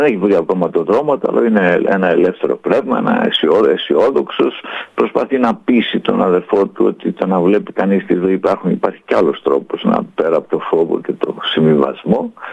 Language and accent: Greek; Epirus, Greece; από την Ήπειρο